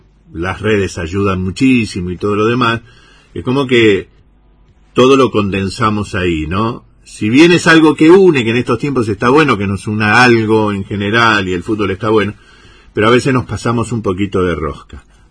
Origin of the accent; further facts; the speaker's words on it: Argentina; esa enfervorizada pasión, entre comillas, que tenemos los argentinos